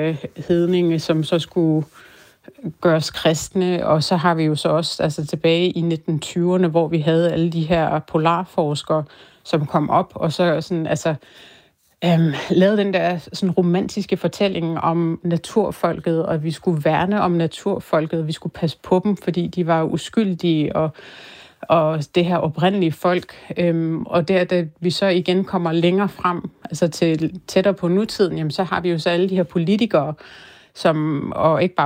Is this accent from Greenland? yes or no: yes; Greenland; moved away as an adult; now in Denmark; de ved godt, jeg har nogle grønlandske aner, men det er mange, der egentlig sådan, så bliver overrasket over, at jeg var 21. da jeg flyttede til Danmark